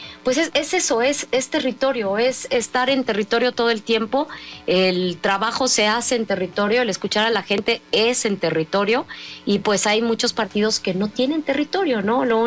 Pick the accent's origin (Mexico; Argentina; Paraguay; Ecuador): Mexico; como mexicanas y mexicanos, nosotros somos parte de ese ejército que tenemos que defender a nuestro país